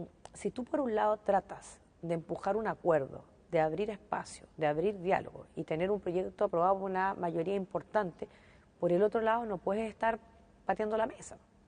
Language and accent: Spanish; Antofagasta, Chile; yo represento a la región de Antofagasta, soy antofagastina, y por lo tanto toda la vida he convivido, primero viendo a mis abuelos con manchitas blancas por el arsénico en el agua